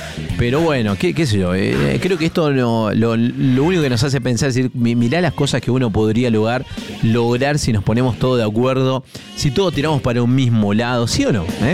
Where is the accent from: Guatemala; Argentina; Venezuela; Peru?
Argentina